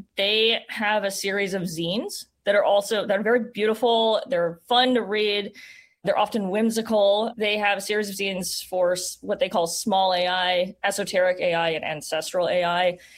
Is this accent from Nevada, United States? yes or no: yes; Las Vegas, Nevada, United States; I'm from Las Vegas, by the way.